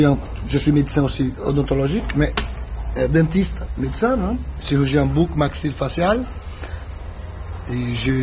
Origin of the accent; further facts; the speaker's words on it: Coari, Amazonas, Brazil; moved away as an adult; now in Manaus, Brazil; Moi, je viens de Kouari. C'est un petit village, à peu près 500 km d'ici, dans la jungle.